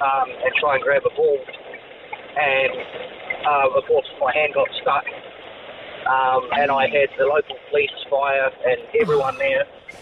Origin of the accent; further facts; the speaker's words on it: Porirua, Wellington, New Zealand; Yeah, so I grew up in Porirua in Wellington